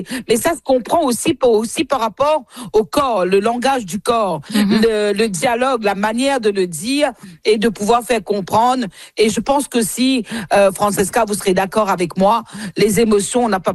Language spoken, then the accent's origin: French; Mauritius; Comme nous sommes bilingues, nous sommes aussi, nous parlons le français et l'anglais déjà dès l'âge de 5 ans, obligatoire à l'île Maurice. Et puis après, quand vous parlez le créole